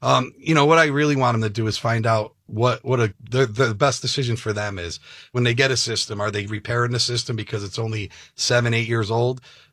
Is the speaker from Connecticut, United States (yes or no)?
yes; Connecticut, United States; now in Inland Empire, United States; I'm from Connecticut originally.